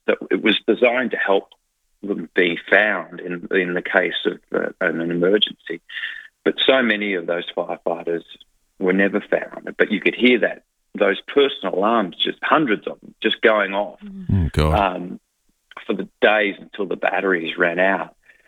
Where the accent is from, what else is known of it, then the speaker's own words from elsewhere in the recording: Bendigo, Victoria, Australia; I didn't know what, I'm a boy from Bendigo. I didn't know what the hell I was in the middle of.